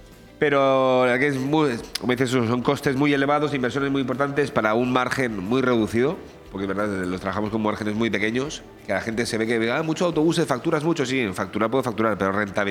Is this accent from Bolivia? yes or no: no; Benidorm, Valencian Community, Spain; Yo, ¿dónde voy? Vamos, muy orgulloso de decir que soy de Benidorm.